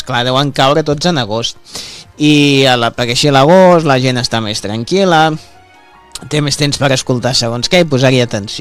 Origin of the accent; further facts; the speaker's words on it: Constantí, Catalonia, Spain; som de Constantí, són del meu país, com les avellanes